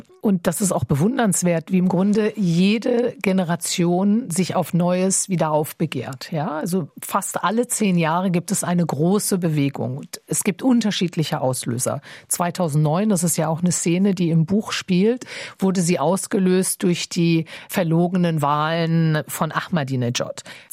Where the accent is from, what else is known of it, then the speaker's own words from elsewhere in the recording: Iran; now in Germany; als Iranerin wollte ich gerne eine andere Seite des Irans immer zeigen